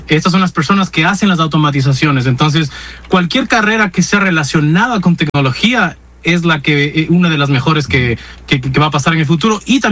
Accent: Ecuador; moved away; Yo salí de Ecuador en 2020 y lamentablemente no he regresado

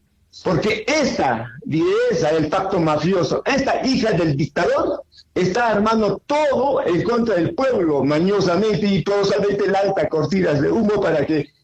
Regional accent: Peru; porque todos somos peruanos.

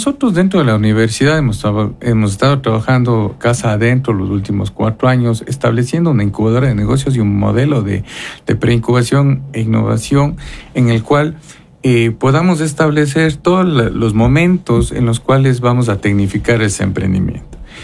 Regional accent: Ecuador

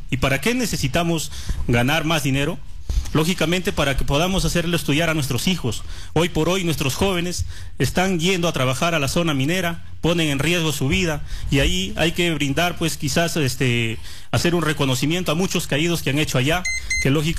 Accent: Cospán, Cajamarca, Peru; born there; nací en Cospán, conozco lo que le falta

